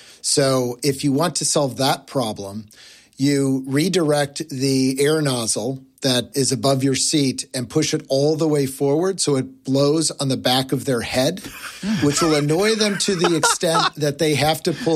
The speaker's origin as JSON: {"language": "English", "town": "Buffalo", "region": "New York", "country": "United States", "said": "I'm from Buffalo."}